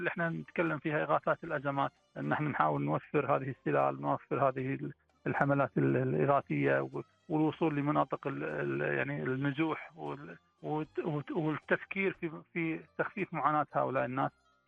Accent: Kuwait

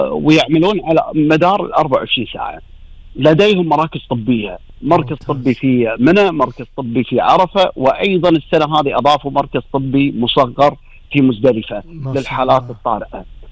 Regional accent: Kuwait; حجاجنا الكويتيين

